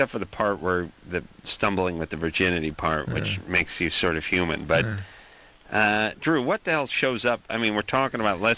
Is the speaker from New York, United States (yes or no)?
no; North Hollywood, California, United States; I thought it was a little weird because we're from North Hollywood